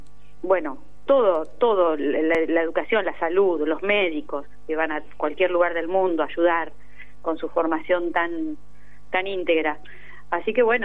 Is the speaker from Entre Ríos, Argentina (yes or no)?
no; Azul, Buenos Aires Province, Argentina; yo soy de Azul, sí.